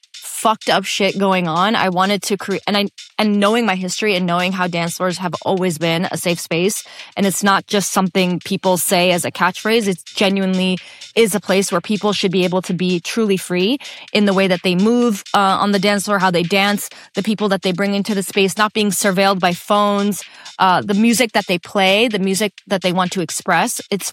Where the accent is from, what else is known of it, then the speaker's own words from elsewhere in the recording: Lahore, Punjab, Pakistan; now in United States; it is called … which is the name of the neighborhood I grew up in Lahore, Pakistan.